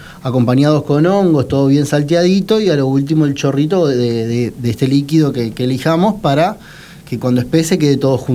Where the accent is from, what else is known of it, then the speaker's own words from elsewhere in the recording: Argentina; Y si somos argentinos